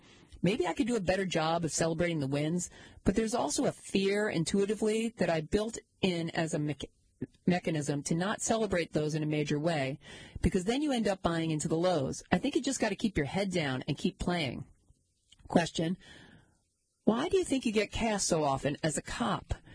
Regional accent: Charlestown, Massachusetts, United States; I grew up in Charlestown, but my father was a professor. He taught for 35 years at UMass Boston

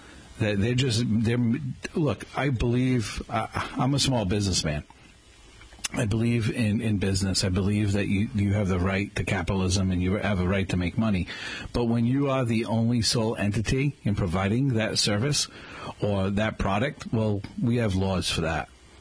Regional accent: Somerset, Massachusetts, United States; I come from Somerset.

